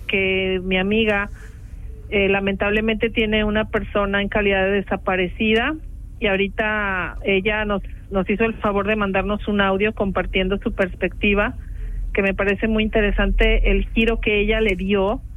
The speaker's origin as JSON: {"language": "Spanish", "region": "Jalisco", "country": "Mexico", "moved": "yes", "lives_now": "Switzerland", "said": "Puerto Vallarta, que es el sitio donde yo vivía antes de venir a Suiza, que es en el estado de Jalisco, de donde soy yo"}